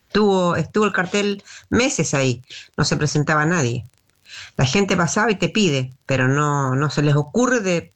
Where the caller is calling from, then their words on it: Garín, Buenos Aires Province, Argentina; de Garín.